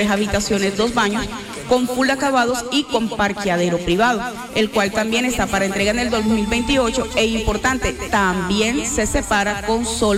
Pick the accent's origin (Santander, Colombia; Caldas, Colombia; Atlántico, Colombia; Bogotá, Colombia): Atlántico, Colombia; Barranquilla; Soy de Barranquilla.